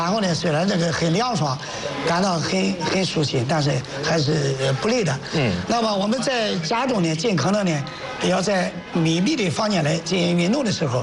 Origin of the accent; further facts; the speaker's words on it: China; 我们中国人